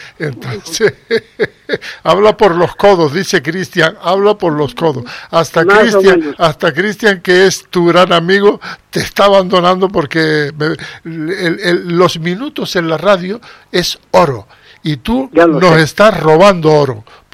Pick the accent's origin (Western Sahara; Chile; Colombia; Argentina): Western Sahara; Como saharaui es preocuparse de cuál va a ser el futuro.